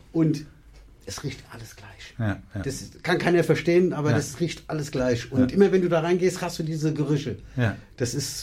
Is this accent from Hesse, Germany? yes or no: yes; Frankfurt, Hesse, Germany; Und bei uns in Frankfurt, Hanau, Frankfurt ist ja 91 bis 93, haben die da alles langsam zugemacht.